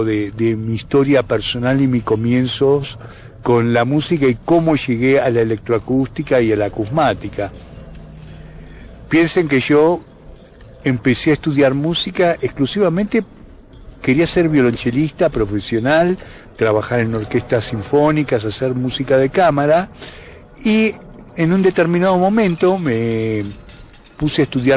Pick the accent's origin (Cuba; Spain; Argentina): Argentina; compositor y violonchelista argentino.